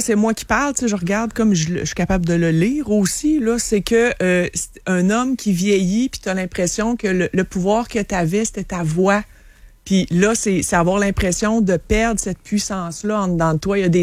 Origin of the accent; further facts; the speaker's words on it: Sainte-Foy, Quebec, Canada; Non, c'est du région de Québec. J'ai grandi à Sainte-Foy.